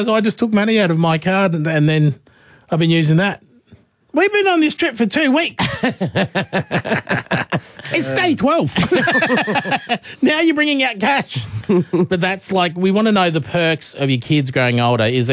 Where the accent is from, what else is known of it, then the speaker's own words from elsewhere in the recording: Broken Hill, New South Wales, Australia; now in Gold Coast, Australia; driving back to my hometown of Broken Hill, which is 18 hours away.